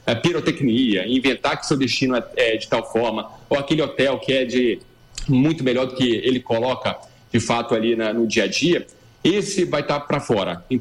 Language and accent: Portuguese; Rio de Janeiro, Brazil; como que é viajar para o Rio de Janeiro, que eu sou carioca, é uma dificuldade.